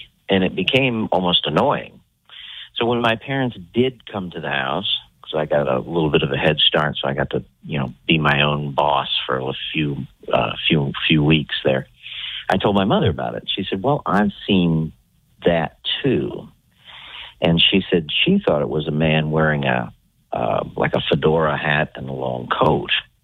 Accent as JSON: {"language": "English", "region": "Ohio", "country": "United States"}